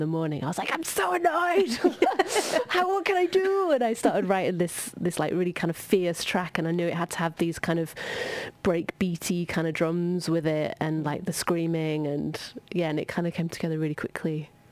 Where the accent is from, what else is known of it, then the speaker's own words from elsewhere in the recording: Doncaster, Yorkshire and the Humber, United Kingdom; We're all from Doncaster.